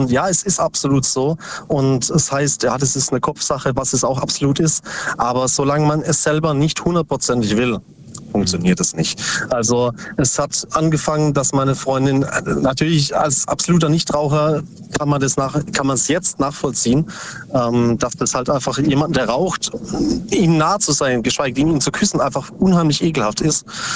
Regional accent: Bruchsal, Baden-Württemberg, Germany; Aus Ubstadt Weiher, nee, Bruchsal.

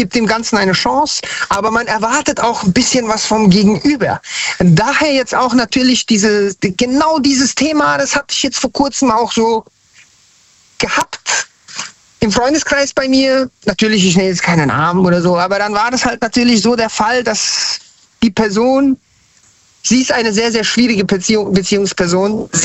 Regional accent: Frankfurt, Hesse, Germany; now in Hanau, Germany; tatsächlich, ich bin kein gebürtiger Hesse. Also eigentlich komme ich von ganz woanders her, aber ich bin in Hessen, Hanau, Hessen, Frankfurt aufgewachsen und bin dann nach Hanau gezogen.

